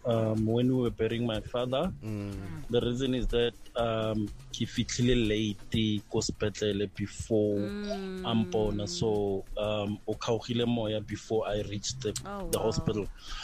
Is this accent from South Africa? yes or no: yes; Mamelodi, Gauteng, South Africa; from Mamelodi.